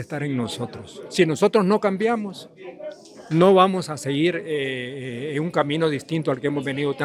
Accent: Honduras; Yo, como hondureño, como ciudadano que soy

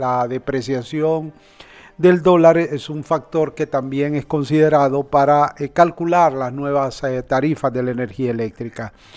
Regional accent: Honduras; el costo de vida en nuestro país

